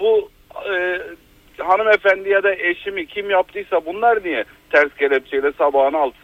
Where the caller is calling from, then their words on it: Antalya, Turkey; Antalya'dan.